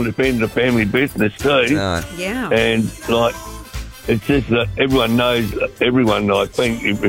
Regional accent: Australia; I was born and bred in Eastwick

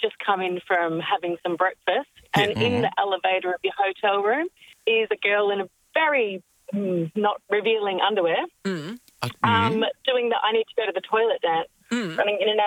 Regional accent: Perth, Western Australia, Australia; obviously I'm from Perth, so, you know, travelling to Melbourne.

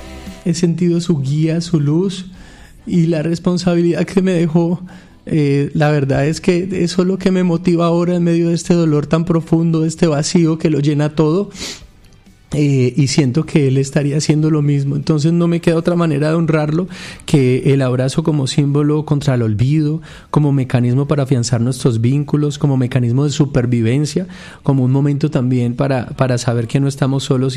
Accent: Cali, Valle del Cauca, Colombia

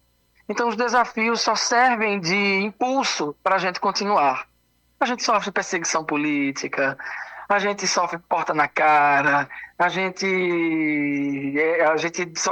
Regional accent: Altinho, Pernambuco, Brazil; born there

